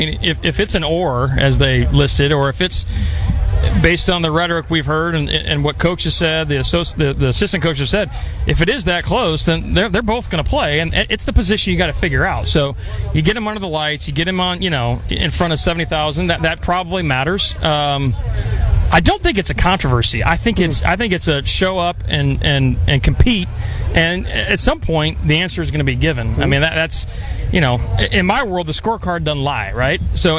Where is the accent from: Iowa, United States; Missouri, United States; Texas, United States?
Iowa, United States; Iowa City; born there; also born or lived in Quad Cities; No, I was born in Iowa City.